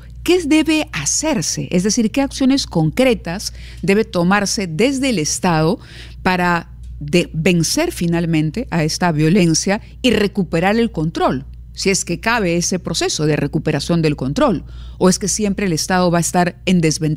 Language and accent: Spanish; Peru; Hay una pregunta que me gustaría hacerle como peruana